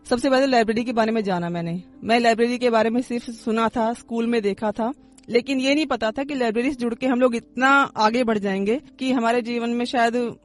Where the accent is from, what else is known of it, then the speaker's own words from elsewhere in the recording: Delhi, India; मैं दिल्ली की रहने वाली हूँ। दिल्ली में ही मेरी पैदाइश हुई, दिल्ली में रहे हम लोग, फिर शादी भी दिल्ली में ही हो गई। शाहबाद गांव में आई मैं